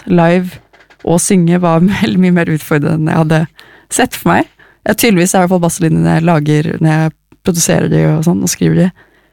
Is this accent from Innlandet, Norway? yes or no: no; Oslo, Norway; Jeg er fra Oslo, jeg har vokst opp her, jeg bor her fortsatt